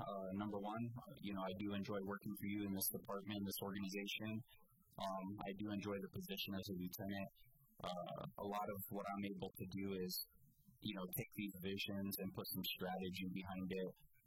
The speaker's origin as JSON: {"language": "English", "town": "Las Cruces", "region": "New Mexico", "country": "United States", "tie": "born or raised there", "moved": "as an adult", "lives_now": "Farmington, United States", "said": "I am from Doniana County, which is the Las Cruces area, pretty much born and raised there. And, you know, moving from there to here"}